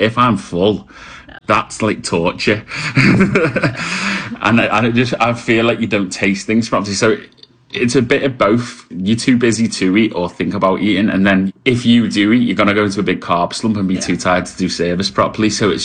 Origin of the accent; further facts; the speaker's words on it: Liverpool, North West England, United Kingdom; now in Manchester, United Kingdom; I'm from Liverpool, but based in Manchester.